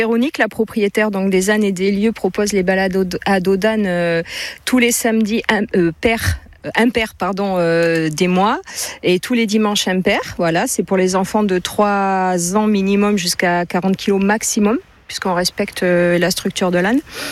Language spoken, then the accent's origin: French; Saint-André-de-Cubzac, Nouvelle-Aquitaine, France; Moi je suis plutôt du Blayais, Saint-André-de-Cubzac, voilà.